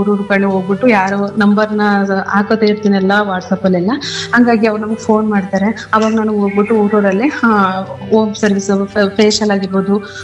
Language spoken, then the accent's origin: Kannada; Moleyur, Karnataka, India; now in Kote Hundi, India; ನಮ್ದು ಮಳೆಯೂರು. ನಾವು ಮಳೆಯೂರಿಂದ ಬಾಡಿಗೆಗೆ ಕೋಟೆ ಹುಂಡಿಗೆ ಬಂದ್ವಿ.